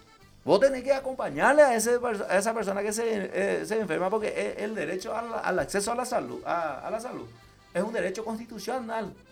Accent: Paraguay; Yo, mi obligación como paraguayo es hablar el español. Mi obligación es como paraguayo hablar el guaraní y entender el guaraní

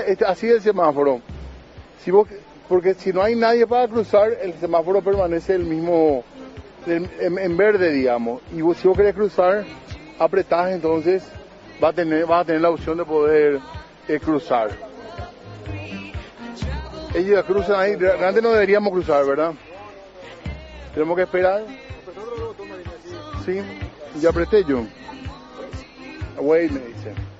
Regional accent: Paraguay

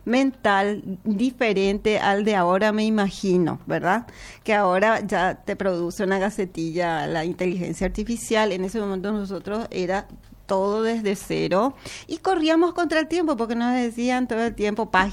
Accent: Paraguay; also born or lived in Resistencia, Chaco, Argentina; Yo nací en Resistencia. Chaco, Argentina. Mis padres eran argentinos, vinieron a Paraguay cuando yo tenía un año.

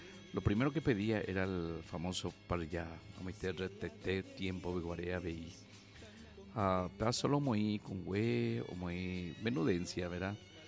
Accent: Paraguay; Somos un paraguayo sangre pura.

